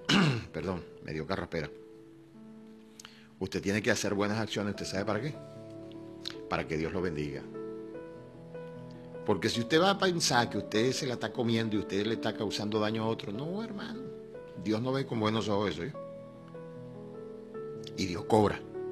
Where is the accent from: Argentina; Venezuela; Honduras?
Venezuela; Cantaura, Anzoátegui; now in Puerto Píritu area, Venezuela; Porque yo soy de Cantabria, y en Cantabria no hay mar. Allá el río Guanipa, donde yo largué el guayuco hace 61 años.